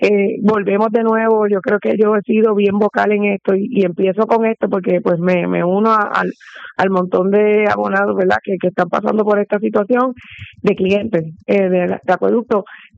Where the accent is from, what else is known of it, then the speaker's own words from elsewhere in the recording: Carolina, Puerto Rico; yo soy de Carolina y la he enfrentado un montón de veces